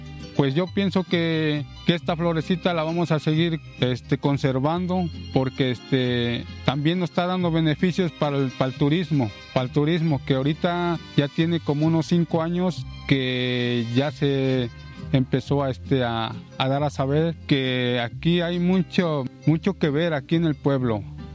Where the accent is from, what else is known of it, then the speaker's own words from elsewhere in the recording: San Pablo Coapan, Veracruz, Mexico; soy de San Pablo Coapan, municipio de Naulinco